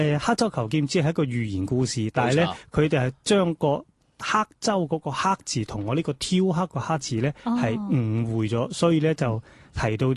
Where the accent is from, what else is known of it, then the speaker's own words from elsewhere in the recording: China; 隨葬品咧，大家都知道啦，我哋中國人係視死如生噶嘛。